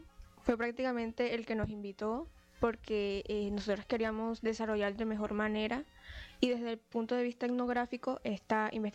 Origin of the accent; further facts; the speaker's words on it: Trujillo, Venezuela; now in Montería, Colombia; el primer estado, que es de donde yo vengo, que es el estado Trujillo